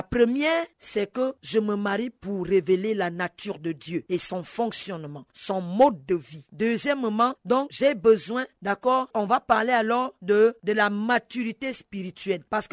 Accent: Gabon; récurrent au Gabon chez moi? On a eu cela.

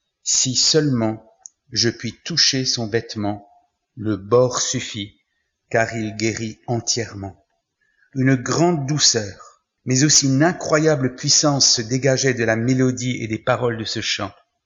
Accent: Mulhouse, Grand Est, France; born there

